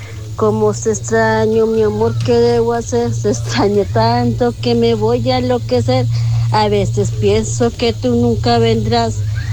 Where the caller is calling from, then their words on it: Calarcá, Quindío, Colombia; soy aquí de Calarcá.